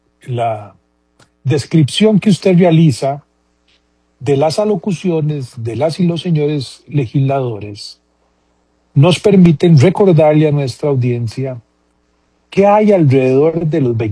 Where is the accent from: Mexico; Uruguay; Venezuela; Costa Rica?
Costa Rica; todas las personas que somos costarricenses